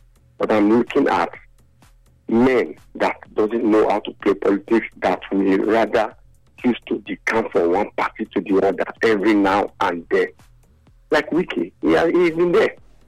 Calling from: Nigeria; I'm calling from South Lero.

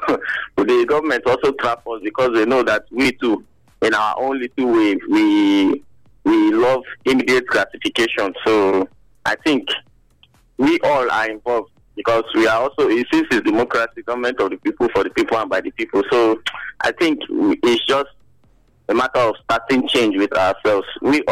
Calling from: Nigeria; I'm calling from Ikobai.

